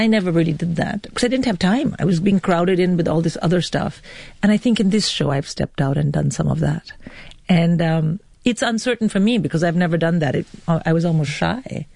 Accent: England, United Kingdom; And I say, no, I'm an Indian-British comic.

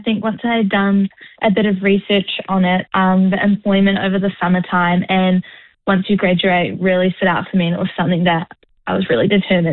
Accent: West Coast, New Zealand; born there

